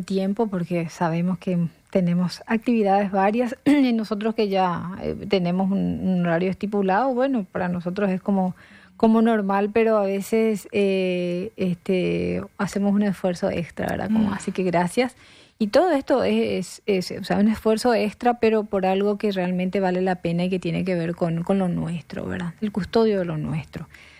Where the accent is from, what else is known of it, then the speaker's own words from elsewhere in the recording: Paraguay; este instrumento fantástico que nos identifica como paraguayos.